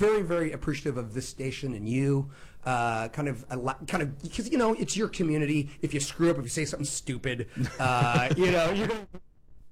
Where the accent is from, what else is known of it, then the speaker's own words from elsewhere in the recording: Bakersfield, California, United States; So I'm born and bred Bakersfield. Went to Franklin Elementary. Went to Emerson Junior High, went to Bakersfield High School.